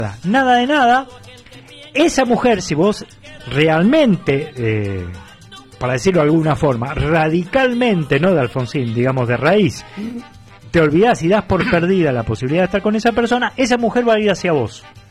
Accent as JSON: {"language": "Spanish", "region": "Buenos Aires", "country": "Argentina", "said": "Y desconocen cómo es el sur de la capital, que también es ser porteño, obviamente, viviendo"}